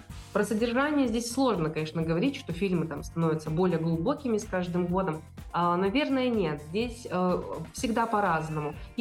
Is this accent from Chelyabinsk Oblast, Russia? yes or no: yes; Chelyabinsk, Chelyabinsk Oblast, Russia; это наш любимый родной город, мы здесь живем. И это было бы странным, если мы бы из Челябинска поехали в Москву делать там этот фестиваль.